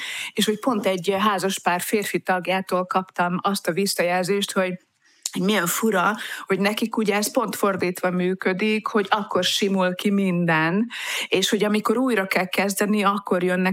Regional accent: Budapest, Hungary; mert hogy budapesti lévén, és nem akarok ezzel semmi extrát mondani, csak budapesti lévén

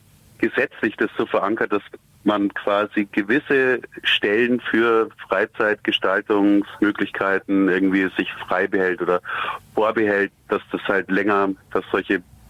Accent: Munich, Bavaria, Germany; ich bin auch in München aufgewachsen und geboren

